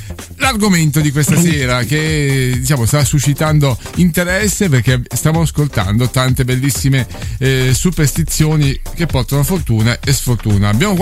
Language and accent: Italian; Southern Italy, Italy; per chi come noi siamo del sud, l'abbiamo vissuto